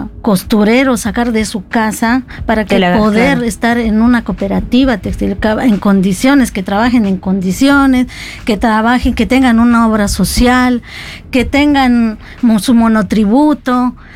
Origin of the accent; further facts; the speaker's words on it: Bolivia; moved away as an adult; now in Buenos Aires, Argentina; Soy de Bolivia, soy boliviana